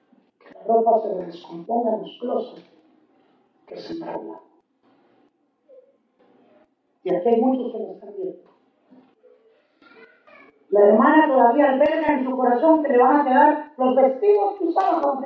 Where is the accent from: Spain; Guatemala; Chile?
Guatemala; moved away; en mi país, Guatemala